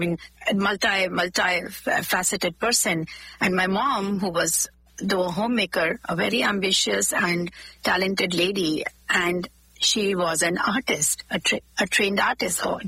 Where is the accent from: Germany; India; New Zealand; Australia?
India; Jhansi, Uttar Pradesh; I'm from a very small town in India. It's called Jhansi.